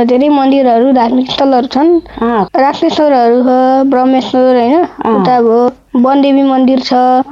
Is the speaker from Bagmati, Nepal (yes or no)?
yes; a village near Kathmandu district, Bagmati, Nepal; मेरो गाउँ चाहिँ अब काठमाडौँ जिल्लाको धेरै नजिक पर्यो